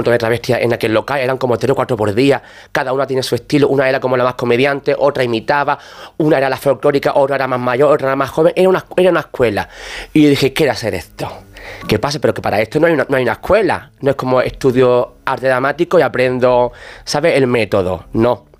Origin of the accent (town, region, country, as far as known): Alcalá de los Gazules, Andalusia, Spain; born or raised there